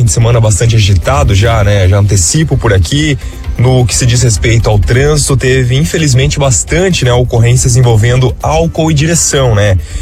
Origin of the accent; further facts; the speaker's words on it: Monte Carlo, Santa Catarina, Brazil; born there; sou nascido em Monte Carlo, né? Uma terra bastante fria